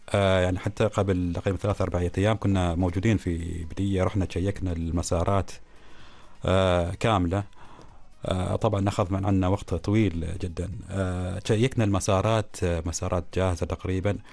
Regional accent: Oman

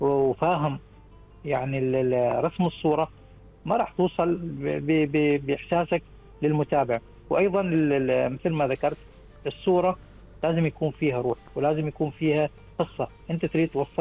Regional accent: Oman; لازلنا إحنا كعمانيين محافظين عليها

